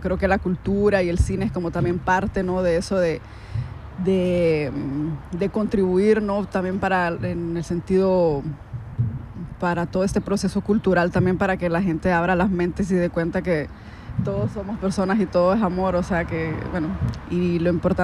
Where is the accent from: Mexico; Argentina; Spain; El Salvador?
El Salvador; also born or lived in Switzerland; Yo soy cineasta feminista salvadoreña suiza.